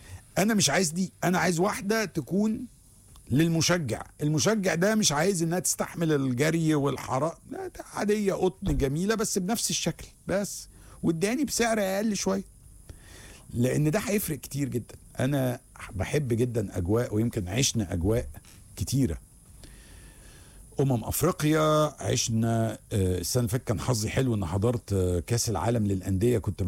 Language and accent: Arabic; Egypt; انا مصري وزي الفل، مش عايش هنا اصلا، انا عايش في مصر